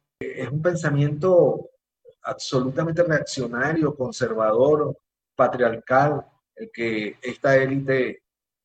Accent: Venezuela

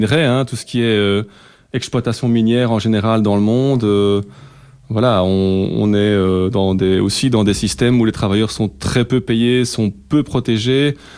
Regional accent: Belgium

